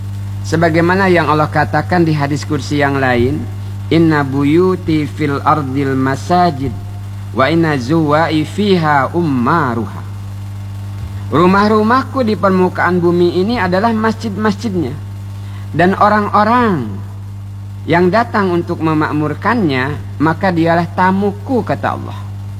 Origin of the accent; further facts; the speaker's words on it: Bangka Belitung Islands, Indonesia; Kata kita orang Bangka